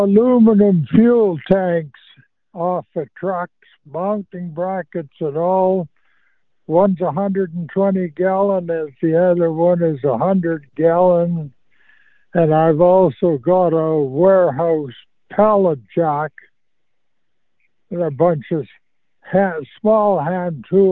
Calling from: Lockport, Manitoba, Canada

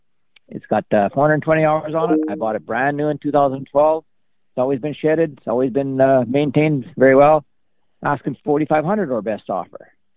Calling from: Manitoba, Canada; A Portage area.

